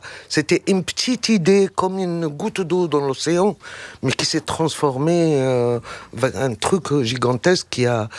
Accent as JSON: {"language": "French", "country": "Morocco", "tie": "born or raised there", "said": "J'ai grandi au Maroc, j'étais l'aîné de 7 enfants, donc 6 garçons."}